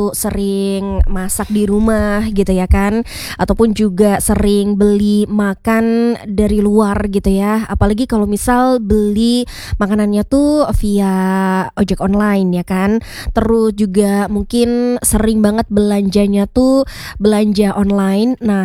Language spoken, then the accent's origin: Indonesian; Yogyakarta, Special Region of Yogyakarta, Indonesia; kita sebagai warga Kota Yogyakarta